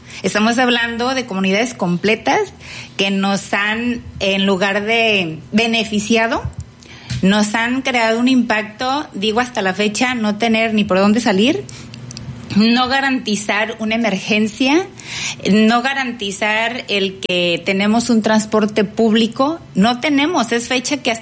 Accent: Jalipa, Colima, Mexico; yo que soy oriunda de Jalipa, que he conocido su flora, su fauna, su río, su todo

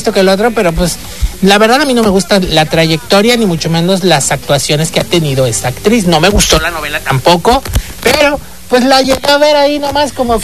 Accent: Mexico; now in Turkey

